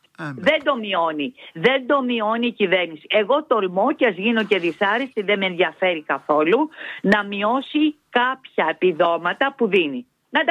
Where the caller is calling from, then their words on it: Piraeus, Attica, Greece; είμαι Πειραιώτισσα